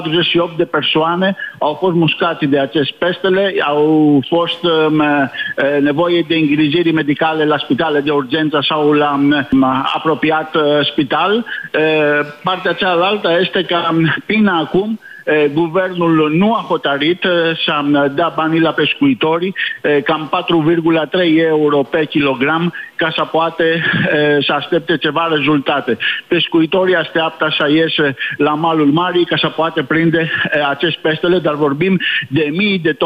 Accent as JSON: {"language": "Romanian", "country": "Greece"}